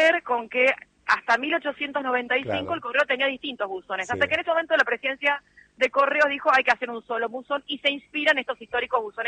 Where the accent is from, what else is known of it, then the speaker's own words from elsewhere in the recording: Venado Tuerto, Santa Fe, Argentina; also born or lived in El Jardín, Santa Fe; Y la estación de tren en la que yo me crié de chiquita, yo nací en Venado Tuerto, en la provincia